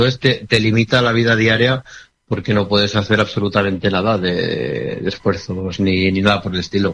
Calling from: Zaragoza, Aragon, Spain; ¿Que soy el único de Zaragoza que viene al tribunal médico?

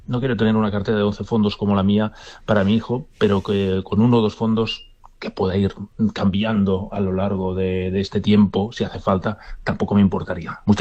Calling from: Barcelona, Catalonia, Spain; de Barcelona.

